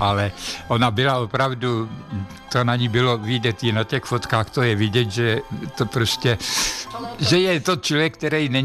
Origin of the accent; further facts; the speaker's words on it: Opatov, Vysočina Region, Czechia; protože to ona byla z Předína, já jsem byl z Opatova.